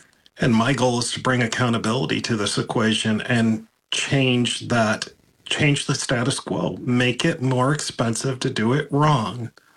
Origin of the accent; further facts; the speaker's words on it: New York, United States; I like, and I grew up in Western New York, to ribbon candy.